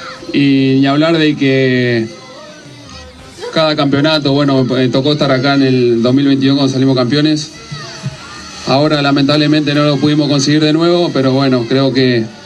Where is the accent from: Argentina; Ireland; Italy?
Argentina; Todos somos argentinos